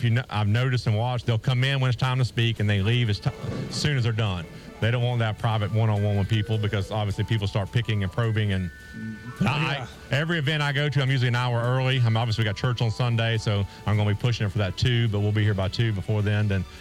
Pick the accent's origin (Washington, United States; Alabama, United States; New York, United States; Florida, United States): Florida, United States; Winter Haven; Third generation from Winter Haven, Polk County, Florida my whole life.